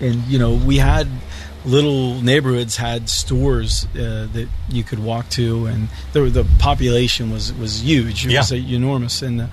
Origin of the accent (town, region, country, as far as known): Mon Valley, Pennsylvania, United States; born or raised there